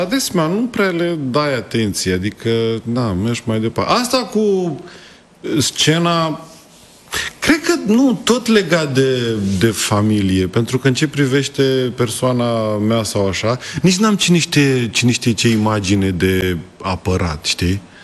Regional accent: Buzău, Buzău County, Romania; sunt mulți oameni din Buzău care nu au accent, nu știu, sau, știți voi altceva?

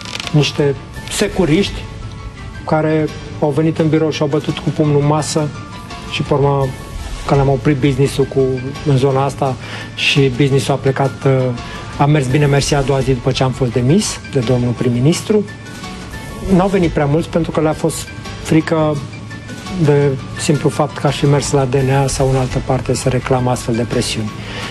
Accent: Romania; n-am cum să fiu mândru că sunt român.

